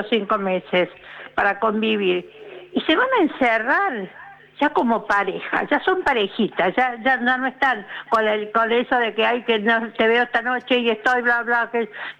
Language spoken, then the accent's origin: Spanish; Córdoba, Argentina; now in Buenos Aires, Argentina; Cuando viví en Córdoba todavía, pues yo no soy de Buenos Aires, soy de Córdoba.